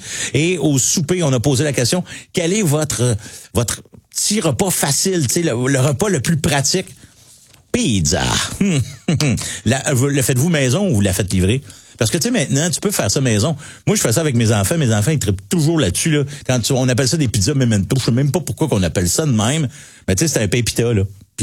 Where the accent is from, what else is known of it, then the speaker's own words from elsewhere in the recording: Mont-Saint-Hilaire, Quebec, Canada; Je viens de Mont-Saint-Hilaire. J'ai grandi, j'ai été à Mont-Saint-Hilaire une bonne partie de ma vie. Il est la capitale à peu près de la pomme au Québec.